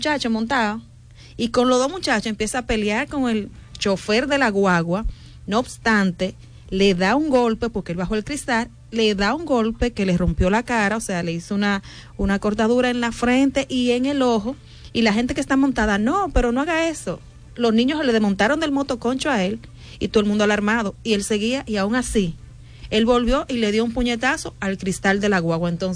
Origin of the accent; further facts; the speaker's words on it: Dominican Republic; que obviamente los ambientalistas y nosotros mismos como dominicanos ya realmente no podemos permitir